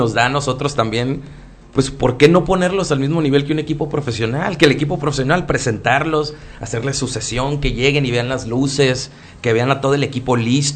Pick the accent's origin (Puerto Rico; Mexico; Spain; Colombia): Mexico; Mazatlán, Sinaloa; Si bien no soy de aquí, soy de Mazatlán, pero pues a través de la familia, a través de todos los viajes que he hecho acá, conozco el estado